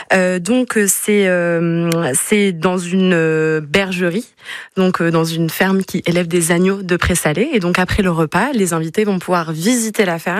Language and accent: French; Brittany, France; on est breton et on a toujours du beurre dans nos plats.